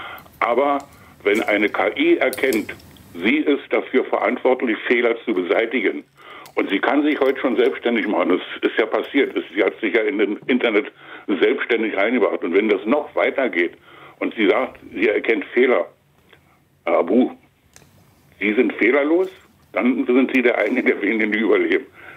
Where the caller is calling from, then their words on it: Saxony-Anhalt, Germany; Ich komme aus Sachsen-Anhalt.